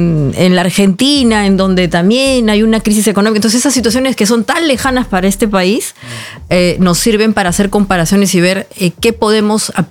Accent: Peru; now in Norway; en mi país, en el Perú

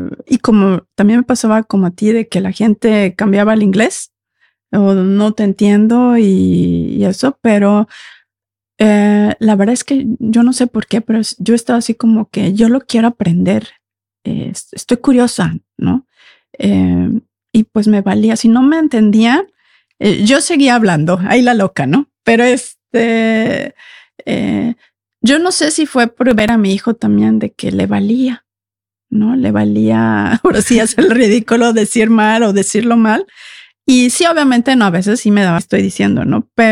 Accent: Mexico; first language Spanish; moved away as an adult; now in Norway; mi idioma es el español. Si me escuchan acento, soy mexicana

